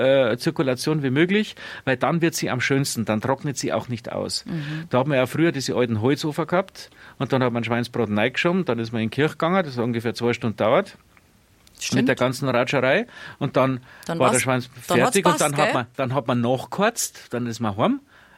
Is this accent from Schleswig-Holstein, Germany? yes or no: no; Bavaria, Germany; Bei uns in Niederbayern heißen es Löffelnudeln.